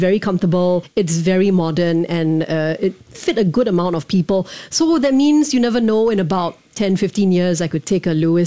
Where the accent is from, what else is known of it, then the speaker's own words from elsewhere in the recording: Singapore; I personally feel, for me as a Singaporean, I personally feel it should be expanded a lot more and at a quicker pace at that, like what we have here in Singapore with the MRT system.